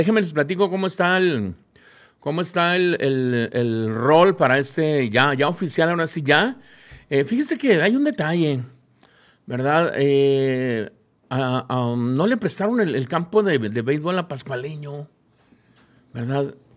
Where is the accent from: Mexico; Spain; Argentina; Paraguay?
Mexico; Camargo; todos somos mexicanos y somos humanos y vivimos en Camargo y somos camarguenses de corazón